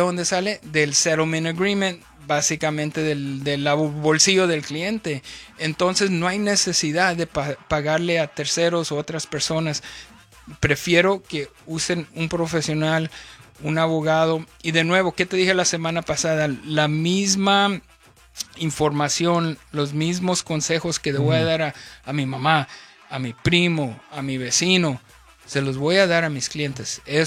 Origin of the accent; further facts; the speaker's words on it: northern Mexico, Mexico; also born or lived in Tijuana / Los Angeles; now in United States; Chihuahua, Chihuahua. Ah, pero somos norteños.